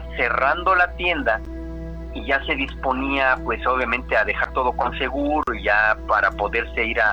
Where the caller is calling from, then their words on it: Mexico City, Mexico; De la Ciudad de México.